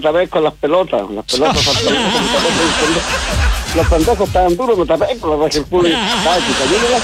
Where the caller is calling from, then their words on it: Pichilemu, O'Higgins, Chile; de Chiquilemu!